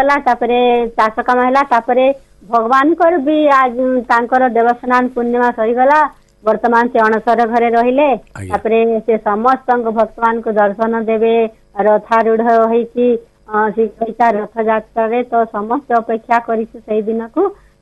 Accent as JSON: {"language": "Odia", "town": "Katapali", "region": "Odisha", "country": "India", "tie": "born or raised there", "said": "ନାଇଁ ନାଇଁ ଆଜ୍ଞା, ସହରରେ ନାଇଁ, ବରଗଡ଼ ସହର ଠାରୁ ଆଉ ଗୋଟେ ଗାଁ କଟାପାଲି ଆମ ଗାଁ, ଆମ ଗାଁରୁ ବରଗଡ଼ 8 କିଲୋମିଟର ଆଜ୍ଞା।"}